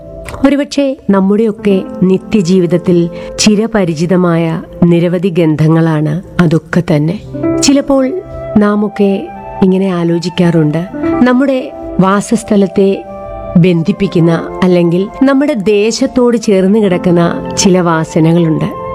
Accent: Kollam, Kerala, India

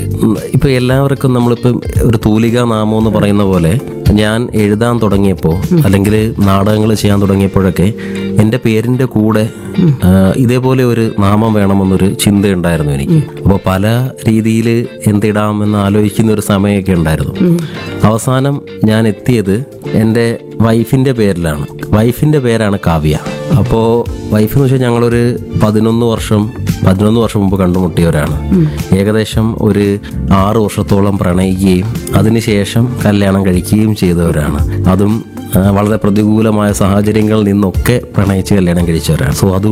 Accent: Kundara, Kerala, India; moved away as an adult; now in Karunagappally, India; നാട് കൊല്ലം ജില്ലയിലെ തന്നെ കുണ്ട്ര എന്നുള്ള സ്ഥലത്ത്, കുണ്ട്രയിലെ പേരയും കുമ്പളം എന്ന് പറയും, അവിടെയാണ് നാട്, അവിടെയാണ് ഞാൻ ജനിച്ച് വളർന്നത്. ഇപ്പോൾ താമസിക്കുന്നത് കരുനാഗപ്പള്ളിയിലാണ്. കുറച്ചു നാളായി കരുനാഗപ്പള്ളിയിൽ താമസിക്കുന്നു. ബാല്യവും കൗമാരവും യൗവനവും ഒക്കെ അവിടെ തന്നെയായിരുന്നു.

